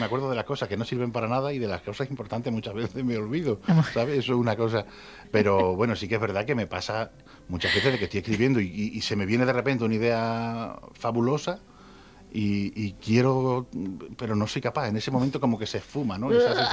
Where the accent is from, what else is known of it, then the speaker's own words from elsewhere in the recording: Extremadura, Spain; Dedicadas a las zonas donde yo me crié de pequeño, a Extremadura en general, a los olores de mi tierra, a la gente que ha vivido aquí.